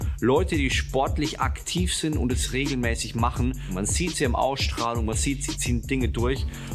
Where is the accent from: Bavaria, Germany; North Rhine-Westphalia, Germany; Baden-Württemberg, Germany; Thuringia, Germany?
Bavaria, Germany; Würzburg; Ich bin in Würzburg aufgewachsen, christlich erzogen worden